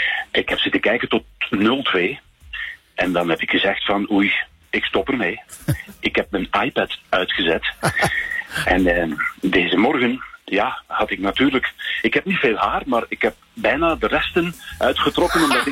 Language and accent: Dutch; Belgium; Ja, ik ben blij en tevreden als Belg natuurlijk